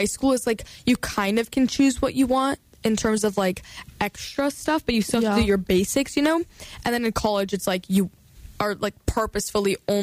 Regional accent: New York, United States; now in North Carolina, United States; I tell them that I'm from New York.

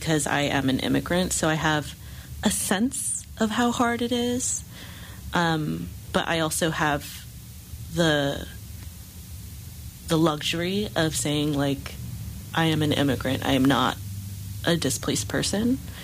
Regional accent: New Mexico, United States; I think growing up in New Mexico as an Asian person was challenging

